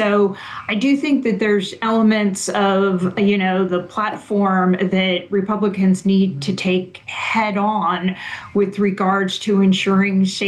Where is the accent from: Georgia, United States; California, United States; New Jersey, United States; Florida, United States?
New Jersey, United States; I know in my home state of New Jersey, we have a very similar matchup.